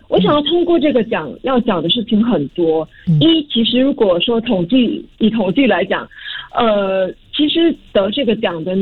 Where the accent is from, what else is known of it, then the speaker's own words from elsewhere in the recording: Singapore; 嘿，我们是新加坡人，谁说我们的中文不好？